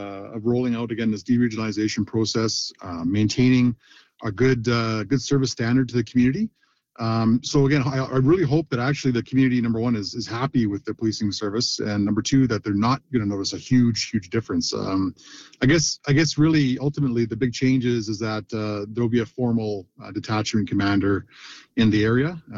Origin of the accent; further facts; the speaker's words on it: Fort Nelson, British Columbia, Canada; growing up, typical small-town kid, northern BC, played hockey.